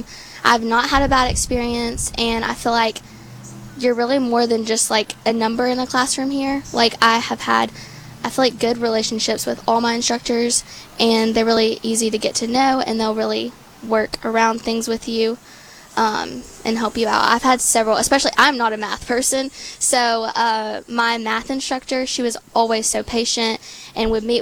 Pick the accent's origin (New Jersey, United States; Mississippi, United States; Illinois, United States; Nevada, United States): Mississippi, United States; Southaven; I'm from South Haven, Mississippi.